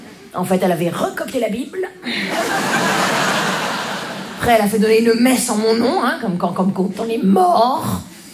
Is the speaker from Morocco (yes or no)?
no; Grand Est, France; Vous savez, moi je viens des Vosges.